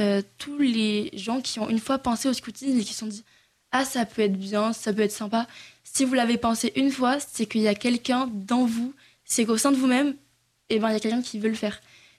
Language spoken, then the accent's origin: French; Bayonne, Nouvelle-Aquitaine, France; Cette année, on est 6 et on vient de Bayonne.